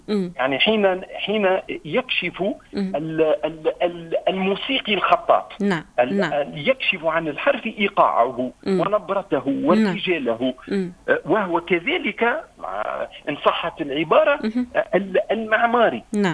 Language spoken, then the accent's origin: Arabic; Kairouan, Kairouan Governorate, Tunisia; كوني أنا ترعرعت في مدينة القيروان، موروث معماري وثقافي حضاري كبير برشا